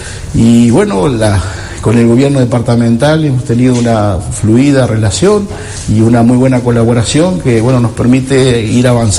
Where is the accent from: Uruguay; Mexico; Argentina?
Uruguay; also born or lived in Minas